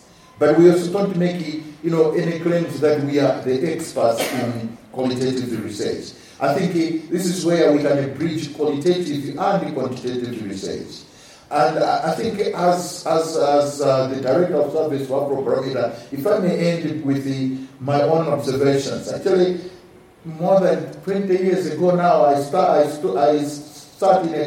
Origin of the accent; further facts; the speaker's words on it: Malawi; I come from Malawi, and we've had fewer challenges for the past getting close to a year now.